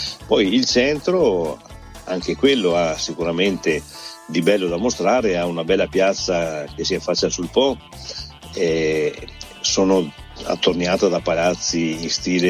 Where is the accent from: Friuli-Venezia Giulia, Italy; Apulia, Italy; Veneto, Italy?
Veneto, Italy; Ariano nel Polesine; il nostro, Ariano nel Polesine